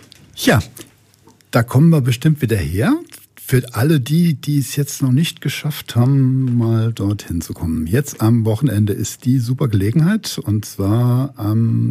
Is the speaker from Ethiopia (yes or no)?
no; Bischofsheim, Hesse, Germany; Ich bin in Bischofsheim aufgewachsen.